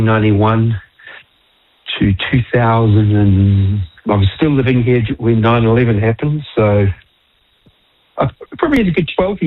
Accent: Auckland, New Zealand; moved away as an adult; also born or lived in Wellington; I was born in Auckland, went to school in Auckland, but I moved down here when I was 19.

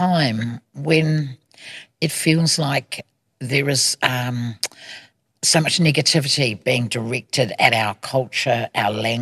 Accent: Ahipara, Northland, New Zealand; born there; You know, I mean, I was born in Ahipara. If you've had a chance to see Ahipara, you know how beautiful that is.

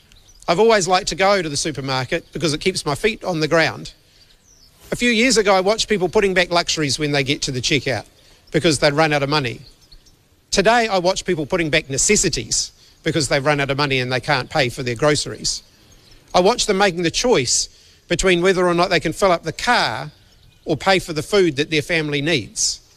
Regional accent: New Zealand

